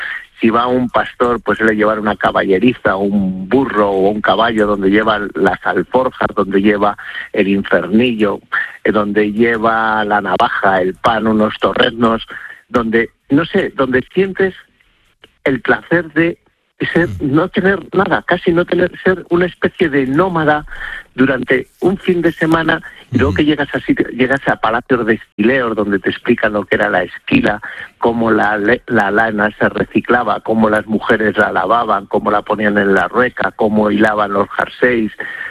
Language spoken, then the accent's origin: Spanish; Castile and León, Spain; also born or lived in Madrid; Pero hombre, ¿cómo no lo voy a conocer si es mi tierra? Que es que yo me crié tirando cantos a los del pueblo de arriba, a los de Navasequilla, y los de la Lastra me tiraban cantos a mí